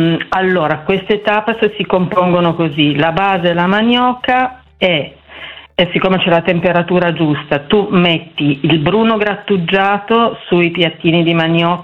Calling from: Sardinia, Italy

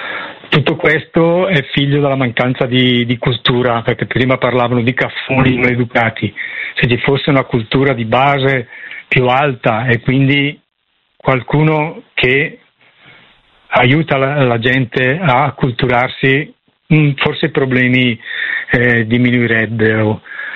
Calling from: Lombardy, Italy; Anche io vengo dalla provincia di Brescia

